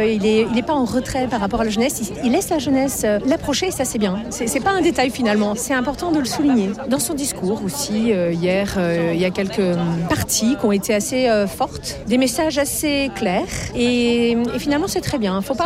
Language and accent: French; Pays de la Loire, France; je viens du Maine-et-Loire.